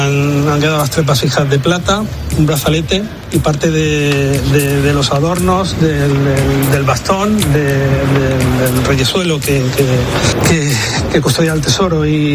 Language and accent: Spanish; Villena, Valencian Community, Spain; La verdad es que los que somos de Villena, esto lo destroza, es parte de nuestro patrimonio y parte de nuestra riqueza y de lo que nos sentimos orgullosos.